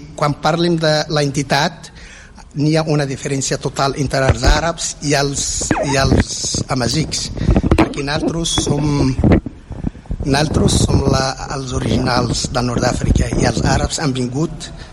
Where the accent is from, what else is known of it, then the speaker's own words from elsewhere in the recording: Assamber, South, Morocco; soc del Marroc, exactament del sur o del sud del Marroc, del desert, soc un fill del desert, i he nascut a una zona que es diu Assamber.